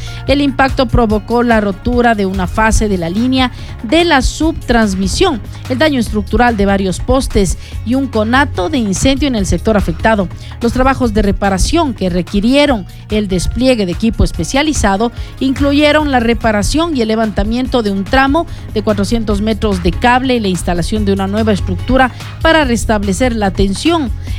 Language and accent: Spanish; Ecuador; tenemos mucha fe de al lugar que podemos alcanzar como ecuatorianos y como selección